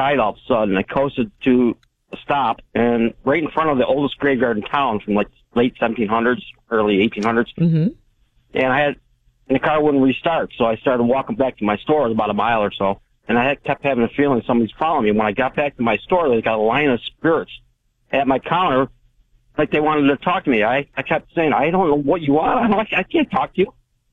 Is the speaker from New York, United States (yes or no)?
yes; New York, United States; now in Hawaii, United States